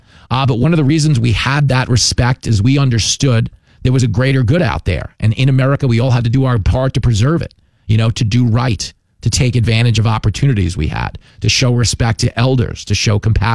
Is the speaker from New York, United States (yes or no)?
yes; Levittown, New York, United States; You know, I grew up in Levittown. It was the first World War II community built for American GIs returning home.